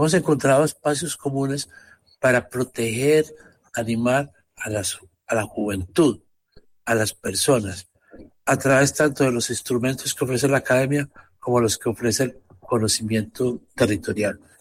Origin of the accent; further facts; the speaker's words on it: Medellín, Antioquia, Colombia; Yo soy de Medellín, Antioquia.